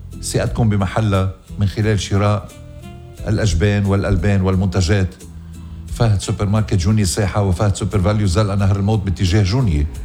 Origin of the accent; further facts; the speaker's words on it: Lebanon; بوطني وطنكم لبنان